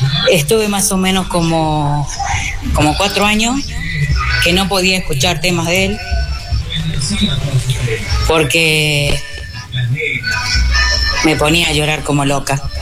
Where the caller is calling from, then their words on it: Argentina; de San Pacho.